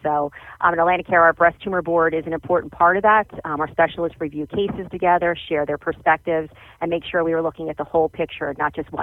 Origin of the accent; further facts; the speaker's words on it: Cape May County, New Jersey, United States; I am the Director of Oncology at the Atlanticare Cancer Care Institute. Born and raised in Cape May County